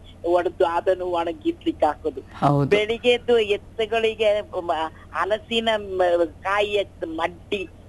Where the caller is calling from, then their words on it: Cherambane, Karnataka, India; ನಾನು ಚೇರಂಬಾಳೆ ಕೊಳಗದಾಳು ಗ್ರಾಮದಿಂದ